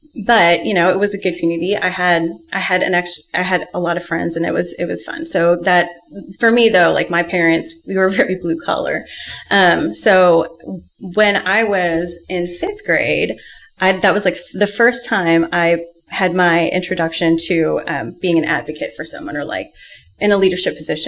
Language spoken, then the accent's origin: English; West Coast, United States; also born or lived in Ohio; And I was born in Ohio. So I was born a Midwesterner, but I was raised on the West Coast.